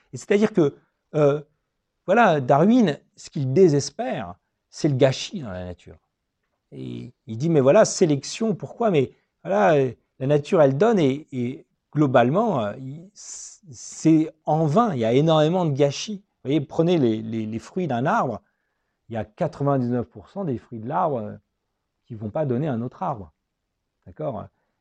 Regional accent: Metz, Grand Est, France; born there; Moi, je suis né à Metz, en France. Moi, je m'appellerais Metz, France.

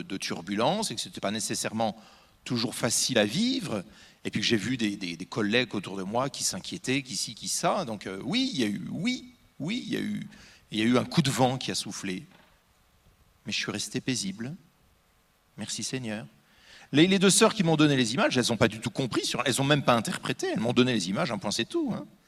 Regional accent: Normandy, France; je suis normand, hein. Un pommier, je le connais.

